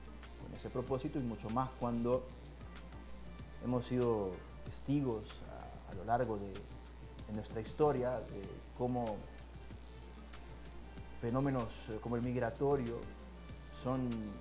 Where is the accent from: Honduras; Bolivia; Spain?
Honduras